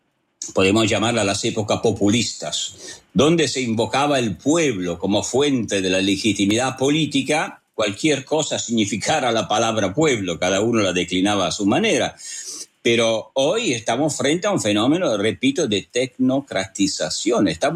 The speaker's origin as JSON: {"language": "Spanish", "country": "Italy", "moved": "yes", "said": "Yo soy italiano"}